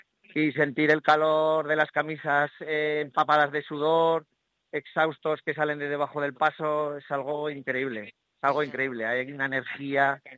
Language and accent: Spanish; Aragon, Spain; yo digo mucho que soy maño … nos tienen mucho cariño, sí.